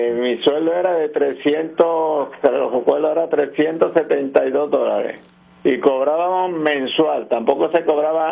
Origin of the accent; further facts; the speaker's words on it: San Germán, Puerto Rico; moved away as an adult; now in Palmarejo, Puerto Rico; Yo soy nacido y criado en San Germán